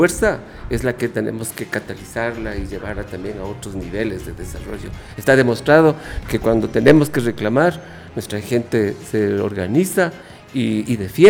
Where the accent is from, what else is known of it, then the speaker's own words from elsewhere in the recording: Ecuador; los ecuatorianos cada vez hemos ido alimentando más el orgullo por ser ecuatorianos.